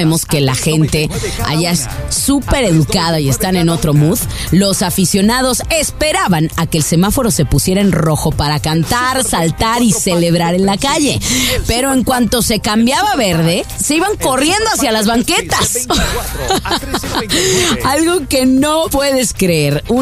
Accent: Guadalajara, Jalisco, Mexico; nosotras que somos tapatías ahí en la Minerva?

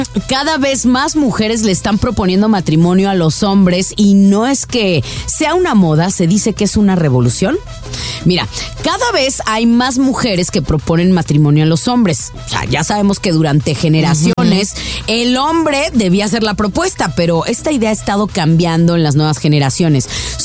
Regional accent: Guadalajara, Jalisco, Mexico; soy mexicana, soy de Mocholajara.

